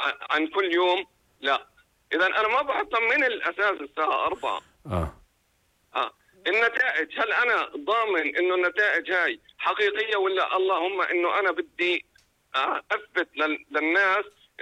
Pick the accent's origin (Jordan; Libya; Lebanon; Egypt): Jordan